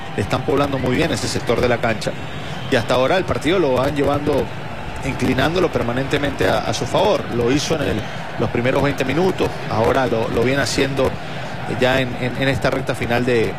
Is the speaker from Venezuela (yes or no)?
yes; Venezuela